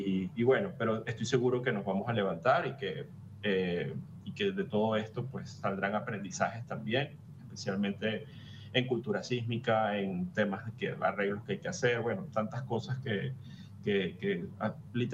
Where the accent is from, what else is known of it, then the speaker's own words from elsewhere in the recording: Venezuela; todavía estamos como venezolanos tratando de salir, de reacomodarnos